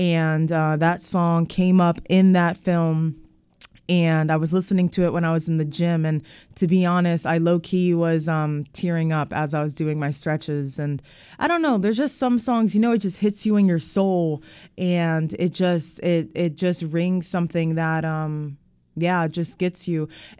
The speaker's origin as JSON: {"language": "English", "town": "Mannheim", "region": "Baden-Württemberg", "country": "Germany", "tie": "born or raised there", "moved": "yes", "said": "you're in my hometown. Willkommen zu Mannheim."}